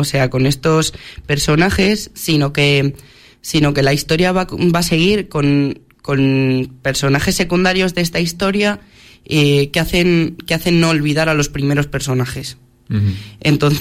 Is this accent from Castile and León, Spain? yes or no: yes; Pedrajas de San Esteban, Castile and León, Spain; born there; now in Medina del Campo, Spain; yo soy de Pedrajas de San Esteban, no soy nacida aquí, uh-huh, y he vivido allí muchos años.